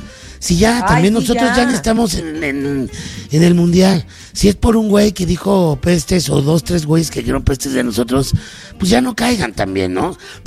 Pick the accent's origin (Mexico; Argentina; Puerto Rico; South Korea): Mexico; porque sabemos que acá en México los más haters somos los mexicanos. Esa es la verdad.